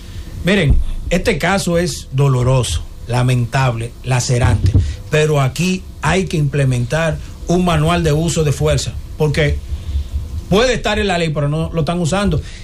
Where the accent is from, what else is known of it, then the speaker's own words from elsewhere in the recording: Santo Domingo Oeste, Santo Domingo, Dominican Republic; Yo soy del municipio de Santo Domingo Oeste, conozco muchas cosas y a muchas personas de ahí